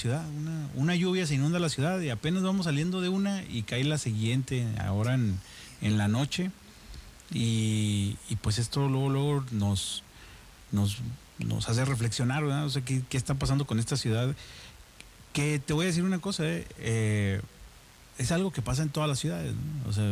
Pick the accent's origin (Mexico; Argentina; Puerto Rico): Mexico; Vestidos de mexicanos siendo mexicanos en México. Pero bueno, solo nosotros entendemos nuestras tradiciones.